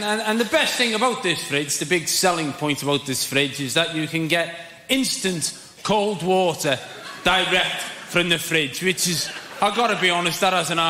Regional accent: Liverpool, North West England, United Kingdom; I'm from Liverpool.

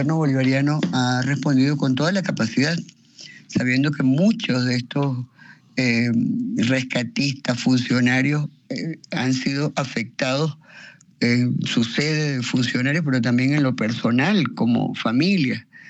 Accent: Venezuela; now in Mexico; lo digo además como venezolana

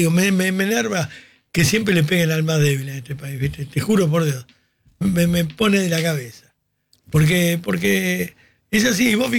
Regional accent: Argentina; mirá qué bueno que somos los argentinos.

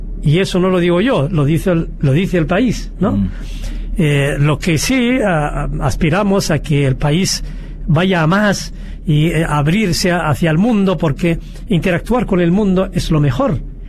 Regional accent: Morocco

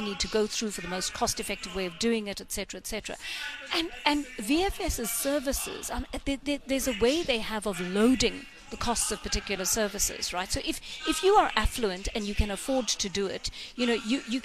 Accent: South Africa; as a South African citizen

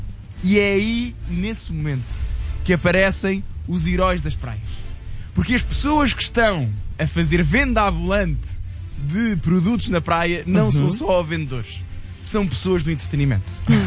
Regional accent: Cacela Velha, Algarve, Portugal; born there; a praia onde eu cresci

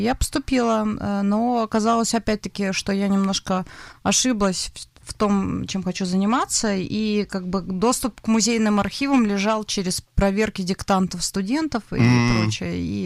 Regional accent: Novokuznetsk, Kemerovo Oblast, Russia; born there; Я родилась в Сибири. В городе Новокузнецке.

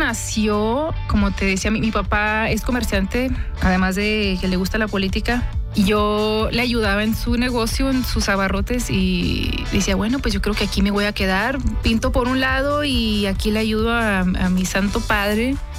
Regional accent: Ojinaga, Chihuahua, Mexico; aún así siendo mexicanos, yo siendo de Ojinaga, una frontera que pues se vive ahí la vida pues muy lento, o sea, somos muy tranquilos, especialmente en Presidio, que es, no me gustaría decirle que pueblo fantasma, pero son lugares cálidos

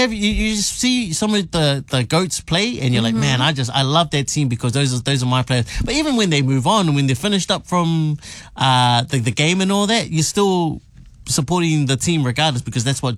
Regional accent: New Zealand; as a New Zealander.

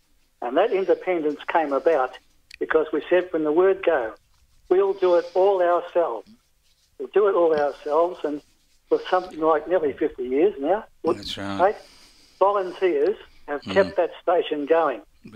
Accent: Melbourne, Victoria, Australia; moved away as an adult; now in New South Wales, Australia; I was born in Northcote, 21 Tanner Grove, Northcote. I've lived half my life in Melbourne and half up here in New South Wales.

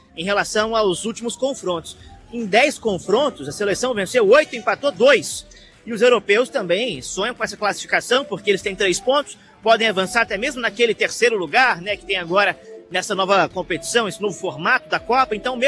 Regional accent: Uberlândia, Minas Gerais, Brazil; born there; now in Rio de Janeiro, Brazil; O Odenir lá da minha cidade, Uberlândia, onde eu nasci. E aí tem uma pergunta que os mineiros fazem entre si, que aqui no Rio não se faz

